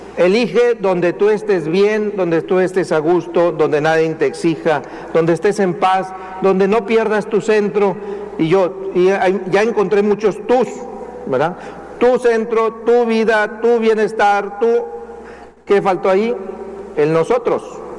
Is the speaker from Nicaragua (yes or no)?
no; northern Mexico, Mexico; pues soy norteño